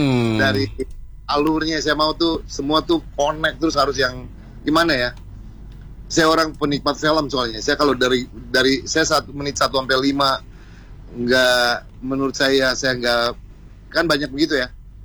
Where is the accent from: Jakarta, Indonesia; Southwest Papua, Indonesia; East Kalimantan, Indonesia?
Southwest Papua, Indonesia; Sorong; Karena memang kebetulan saya juga memang dari Papua, dari Sorong.